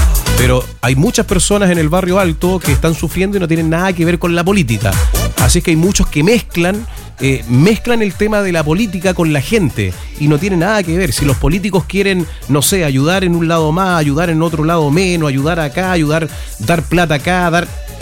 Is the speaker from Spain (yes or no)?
no; Chile; No, pues si todos somos chilenos